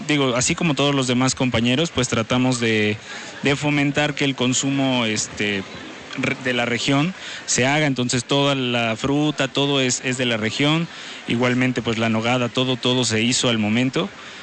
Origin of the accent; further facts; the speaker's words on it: Veracruz, Mexico; now in Puebla, Mexico; Yo originariamente soy de Veracruz, pero ya llevo 10 años viviendo aquí en Puebla.